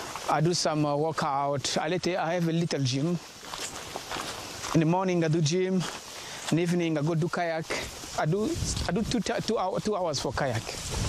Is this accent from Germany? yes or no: yes; Germany; English is a second language; And even the place I grew up in Germany, like, Germany is a place you find many nationality.